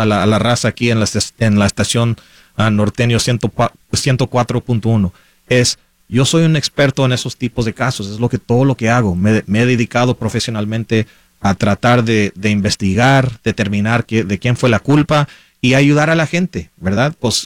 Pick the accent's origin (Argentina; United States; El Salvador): United States; McAllen, Texas; now in San Antonio, United States; Pues soy americano, pero pues hablo español. Pues sí. Crecí en el valle, el sur de Texas, en el área de McAllen, de Far, San Juan Álamo. Y pues me mudé aquí a San Antonio hace casi 10 años.